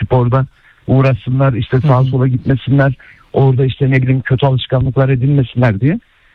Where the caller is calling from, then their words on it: Istanbul, Turkey; ben İstanbul'dan.